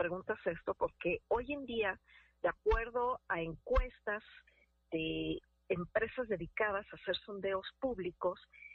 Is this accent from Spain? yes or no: no; Mexico; somos los mexicanos